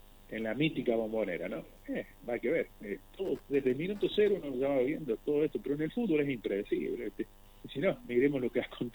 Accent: Argentina; nosotros como argentinos hinchamos para cualquier equipo argentino

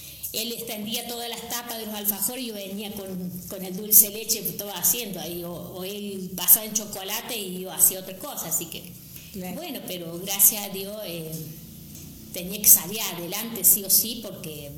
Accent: Alto Corral, Argentina; Mira, yo soy nativa de acá, de Alto Corral, así que... porque mis padres vivían acá y yo también, y en ningún momento me fui a ningún lado. Me quedé viví acá

